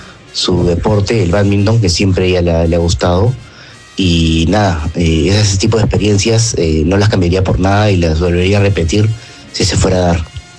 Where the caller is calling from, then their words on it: Lima, Peru; de San Borja.